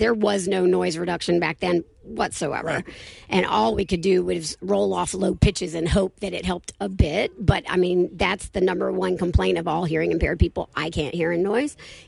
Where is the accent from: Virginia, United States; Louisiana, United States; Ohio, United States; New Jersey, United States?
Virginia, United States; Fort Valley; I've lived in Shenandoah County my whole life. I'm from Fort Valley originally.